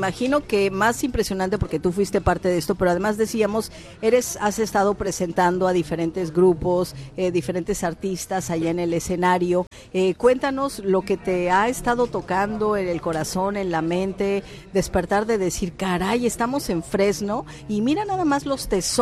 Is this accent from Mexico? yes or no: yes; Mexico; De eso estamos hechos también como mexicanas